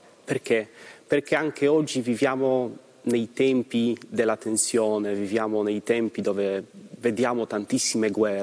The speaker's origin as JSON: {"language": "Italian", "country": "Poland", "tie": "born or raised there", "second_language": "Italian", "moved": "as an adult", "lives_now": "Italy", "said": "in quanto polacco, ho una devozione mariana molto forte. Noi siamo cresciuti guardando grande esempio di Giovanni Paolo II. La mia parrocchia di origine è anche un santuario della Madonna di Fatima."}